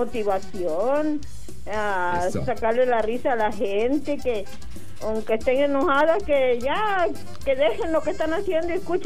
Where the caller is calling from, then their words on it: Veracruz, Mexico; Sí, yo soy jarocha.